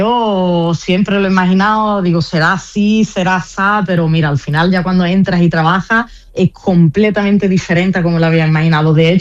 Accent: Spain; accent: Spanish; now in Italy; Cuando estoy aquí en Italia me dicen que tengo acento español

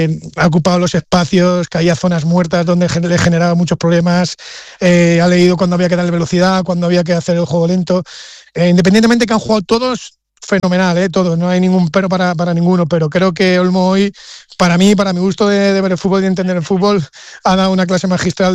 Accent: Spain; yo, ante todo, soy súper español. Me identifico mucho con la selección.

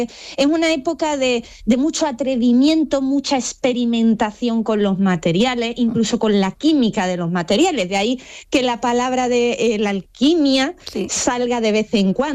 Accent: Málaga, Andalusia, Spain

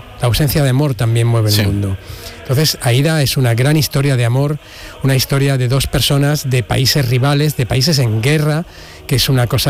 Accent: Region of Murcia, Spain; also born or lived in Barcelona; now in Seville, Spain

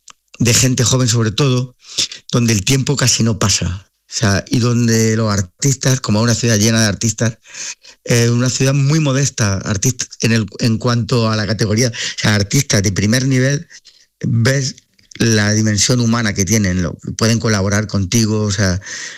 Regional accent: Puente de Génave, Andalusia, Spain; also born or lived in Granada / Berlin / Paris; Yo nunca dejé ni Granada, ni Puente de Génave, ni España. Nunca estuve 100% en Berlín.

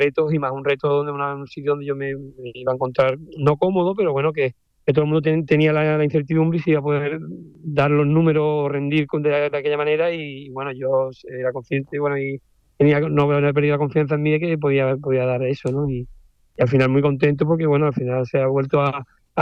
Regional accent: Cártama, Andalusia, Spain; Yo soy de Cártama, de Málaga, sí.

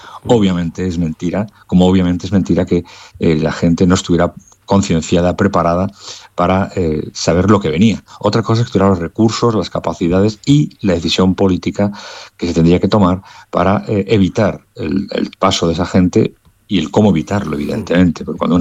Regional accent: Canary Islands, Spain; familias de Canarias, yo soy de Canarias, por tanto sé lo que es la inmigración ilegal en el Hierro y en otras partes

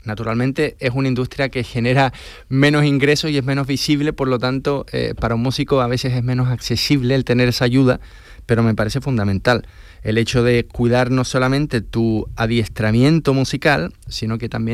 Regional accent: Chile; now in Spain; Para los que no sabéis, yo soy chileno.

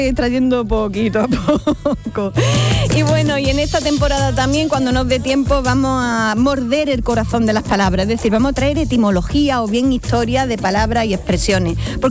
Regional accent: Jaén, Andalusia, Spain; las de Jaén, que es mi tierra

